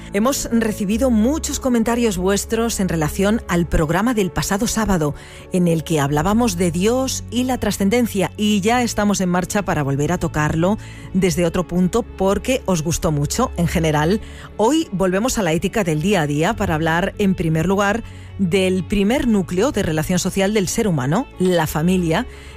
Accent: Community of Madrid, Spain; accent: Madrid; Y nosotros aquí con nuestro acento de Madrid.

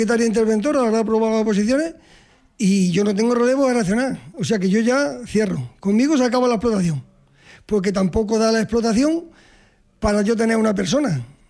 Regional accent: Villanueva del Duque, Andalusia, Spain; de Villanueva del Duque.

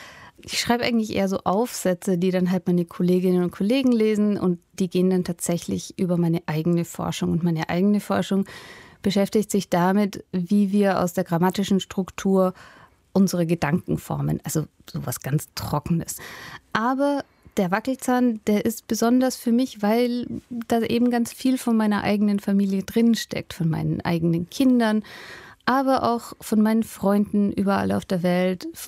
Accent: Hof, Bavaria, Germany; accent: Franconian; moved away as an adult; also born or lived in Berlin / United States / Paris; now in Vienna, Austria; ich bin auch zweisprachig aufgewachsen. Also bei uns in Hof oder in Rehau, da spricht man Fränkisch. Und als ich dann nach Berlin gegangen bin zum Studium

